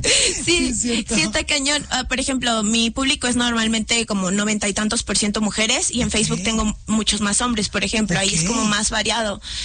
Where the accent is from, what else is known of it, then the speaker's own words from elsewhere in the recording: Mexico; sobre todo aquí en mi país